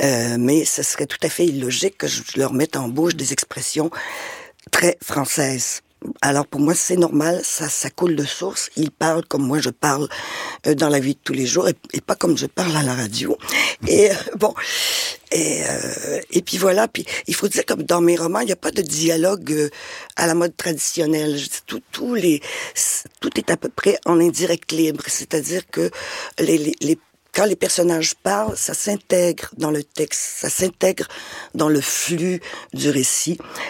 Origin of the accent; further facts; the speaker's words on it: Quebec, Canada; Que ce soit chez nous, au Québec, au Canada ou aux États-Unis.